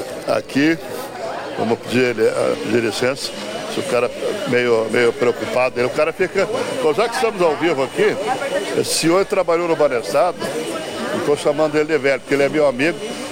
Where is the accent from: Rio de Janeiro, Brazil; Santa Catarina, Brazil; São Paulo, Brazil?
Santa Catarina, Brazil; São Miguel do Oeste; moved away; Eu sou catarinense, mas sou de São Miguel do Oeste.